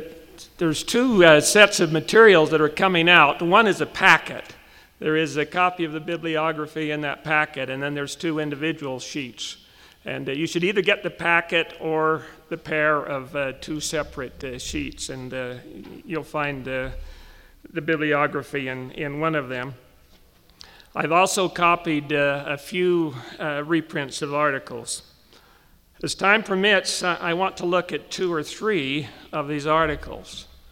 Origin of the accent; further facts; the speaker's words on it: Ephraim, Utah, United States; Growing up in Ephraim in Sampete County, I was acquainted, and then only casually, with four non-Mormons, two of whom subsequently converted.